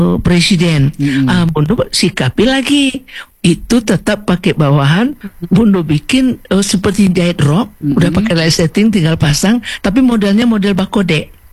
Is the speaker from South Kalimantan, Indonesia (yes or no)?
no; West Sumatra, Indonesia; Kalau kita Minang gak pakai batik di bawah. Pakai kain gitu dia.